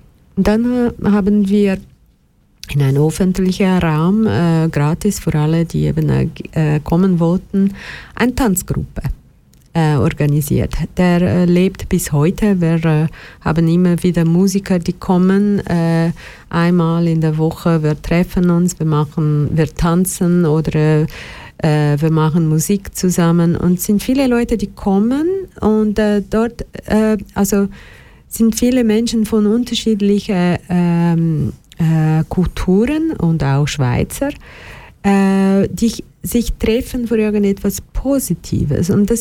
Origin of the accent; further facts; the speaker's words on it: Brazil; German is a second language; moved away as an adult; Ich bin Brasilianerin